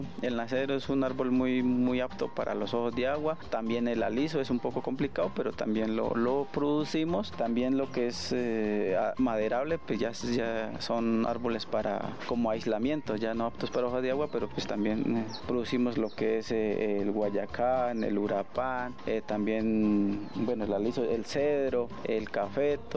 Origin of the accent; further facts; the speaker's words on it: Colombia; yo soy del área de Loma Pueblito